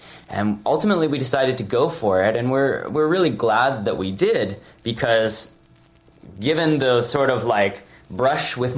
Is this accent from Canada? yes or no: yes; North Bay, Ontario, Canada; moved away; also born or lived in Toronto; North Bay, which, as I mentioned to you, is my hometown. My parents still live there.